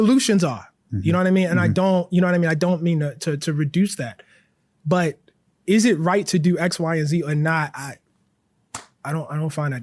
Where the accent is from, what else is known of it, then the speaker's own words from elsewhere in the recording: Baltimore, Maryland, United States; I could have dropped anybody from the neighborhood that I grew up in West Baltimore, on the West Bank.